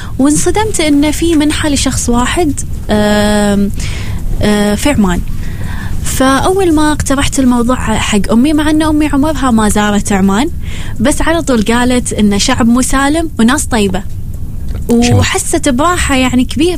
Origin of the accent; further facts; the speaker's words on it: Kuwait; moved away as an adult; now in Oman; يعني كنت بالكويت، يعني إحنا غالبا بالكويت ما عندنا جبال، ما عندنا أودية، غالبا بس مولات. مطاعم، ما عندنا هالأشياء. فأول ما جيت عمان بالبداية بكل صراحة كنت أقارنها بالكويت